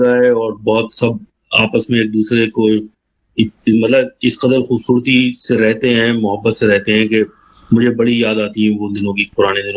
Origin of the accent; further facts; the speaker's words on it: Uttar Pradesh, India; born there; मेरा जन्म हिंदुस्तान की एक जो स्टेट है यूपी